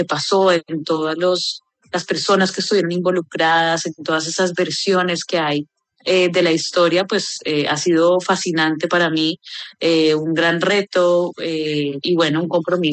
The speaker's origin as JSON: {"language": "Spanish", "country": "Colombia"}